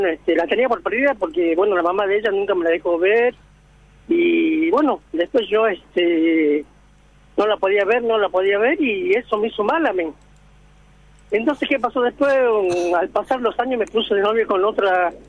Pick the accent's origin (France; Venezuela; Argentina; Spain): Argentina; Salta; moved away as an adult; now in Buenos Aires, Argentina; Yo soy salteño de Salta.